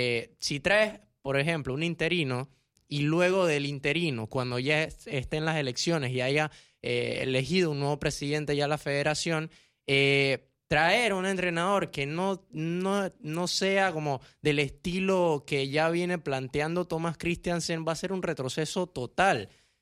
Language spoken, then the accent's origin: Spanish; Panama; uno como panameño